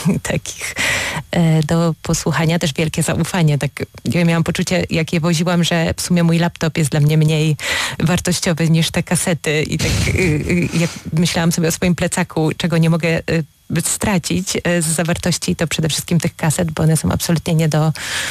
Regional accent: Polish coast, Poland; now in Opole Silesia, Poland; ja jednak jestem przybyszem z zewnątrz, ja pochodzę z nadmorza.

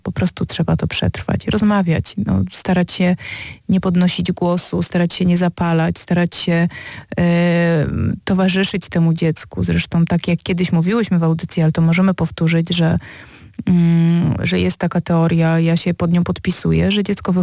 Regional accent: mountains, Poland; Ja zresztą pochodzę z gór, więc tam było jeszcze zimniej.

